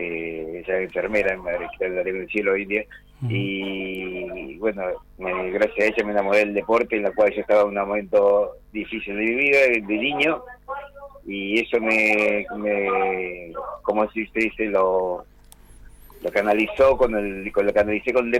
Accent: Río Gallegos, Santa Cruz, Argentina; born there; also born or lived in Gobernador Gregores; yo soy nacido en Río Gallegos y yo me inicié en Gobernador Gregores. con mi madre vivía allá, vivimos allá en Gregorio en el año 84

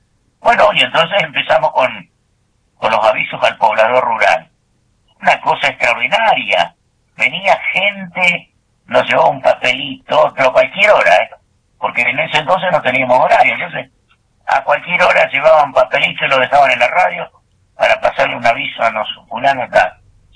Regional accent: Ingeniero Jacobacci, Río Negro, Argentina; now in San Carlos de Bariloche, Argentina; Tuve la suerte de criarme en Jacobacci, porque yo no nací en Jacobacci. Yo nací acá en San Carlos de Bariloche.

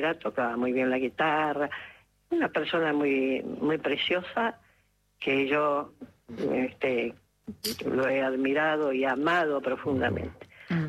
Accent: Villa Ballester, Buenos Aires Province, Argentina; born there; Yo nací en Buenos Aires.

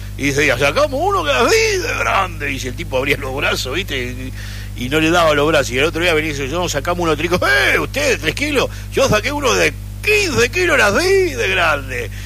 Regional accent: Argentina; Y así somos los argentinos, ¿eh?

